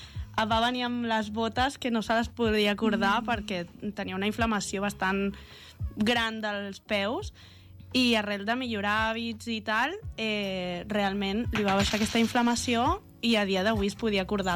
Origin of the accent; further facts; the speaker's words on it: Figueres, Catalonia, Spain; moved away as an adult; now in Rubí, Spain; Jo sóc de Figueres, em vaig traslladar aquí, vaig tenir el meu fill aquí